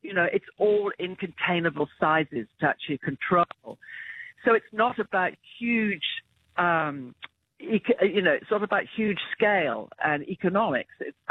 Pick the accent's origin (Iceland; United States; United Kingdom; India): United Kingdom; England; now in Australia; I grew up in England, so I didn't grow up particularly with skincare protocols, so I'm not the best at looking after my skin.